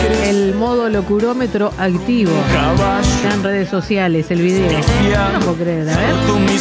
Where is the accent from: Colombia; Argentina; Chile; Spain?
Argentina; Un corderito solo no hacemos patria acá. ¿De qué? Somos argentinos